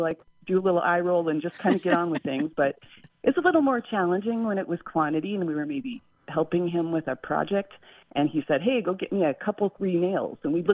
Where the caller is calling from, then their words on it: Tucson, Arizona, United States; I am calling from Tucson, Arizona today.